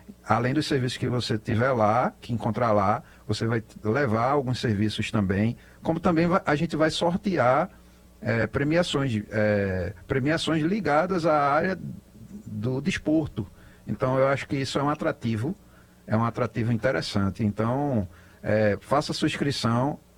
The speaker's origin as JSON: {"language": "Portuguese", "region": "Northeast Region", "country": "Brazil", "said": "Então a gente, como é nordestino e daqui do... Tem que puxar para o nosso forró, né?"}